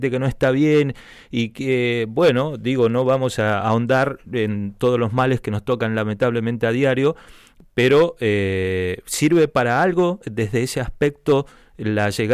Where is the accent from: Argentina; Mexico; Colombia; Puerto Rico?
Argentina; Jujuy; now in Río Gallegos, Argentina; mi mamá es muy católica, muy, muy católica, participa uh-huh. muy bien de la Iglesia, nosotros somos de Jujuy